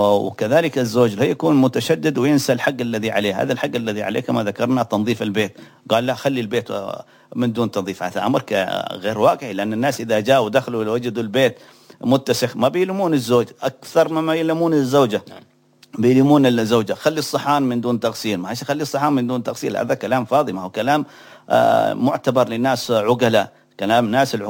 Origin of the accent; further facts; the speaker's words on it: Yemen; عندنا في اليمن